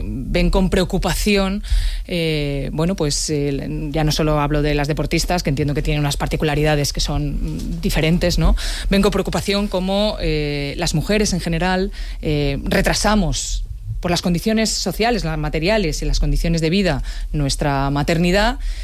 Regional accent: Community of Madrid, Spain; cosa que a mí me interpela en primer orden como ministra y como madrileña.

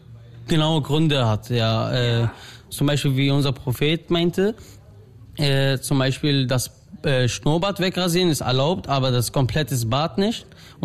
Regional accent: Berlin, Germany; Ich komme aus Wedding, habe früher im Wedding gewohnt

